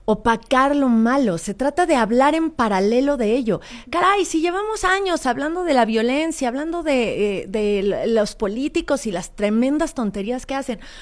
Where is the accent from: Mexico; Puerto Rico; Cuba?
Mexico; decirnos como mexicanos